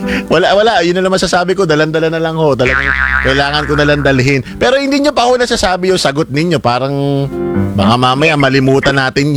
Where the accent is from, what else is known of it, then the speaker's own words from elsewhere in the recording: Quezon, Calabarzon, Philippines; accent: Quezon punto; nagre-reunion tayo na parang parehong taga Quezon eh. Ang punto, labas na labas yung punto ko ngayon eh.